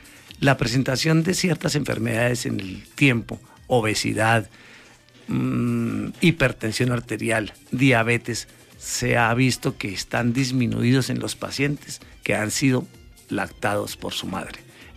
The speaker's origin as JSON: {"language": "Spanish", "town": "Duitama", "region": "Boyacá", "country": "Colombia", "said": "yo soy de Duitamense, salí de acá para hacer mis estudios y volví en el 1991. Ya llevo 35 años de pediatra aquí en el municipio."}